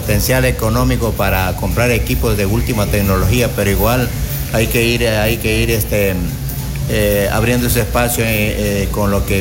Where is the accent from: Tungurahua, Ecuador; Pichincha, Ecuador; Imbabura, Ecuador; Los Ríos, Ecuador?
Los Ríos, Ecuador; Quevedo; y somos de aquí, de Quevedo